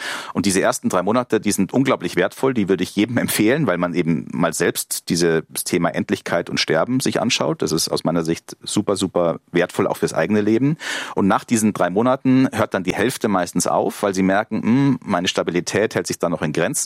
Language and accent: German; Munich, Bavaria, Germany; In München, ich komme aus München